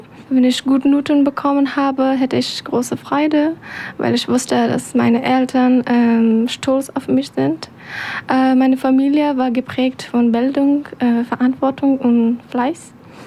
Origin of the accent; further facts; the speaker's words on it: Afghanistan; now in Berlin, Germany; ich komme aus Afghanistan.